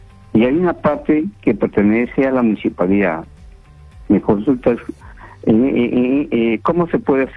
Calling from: Chiclayo, Lambayeque, Peru; Me estoy llamando de Quechiclayo.

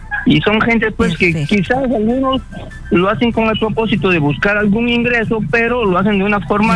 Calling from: Tamarindo, Piura, Peru; De Tamarindo, Paita.

